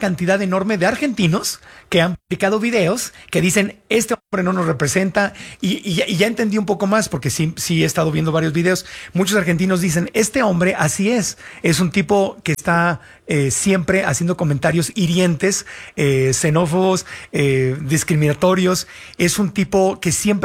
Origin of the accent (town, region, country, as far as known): Mexico